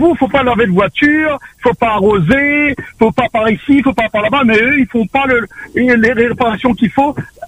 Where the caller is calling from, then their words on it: Saint-Leu, Réunion; Moi, j'habite Saint-Leu.